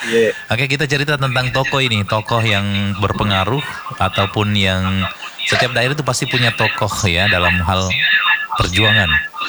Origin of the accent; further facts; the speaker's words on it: Wajo, South Sulawesi, Indonesia; Kalau di kampung saya itu di Wajo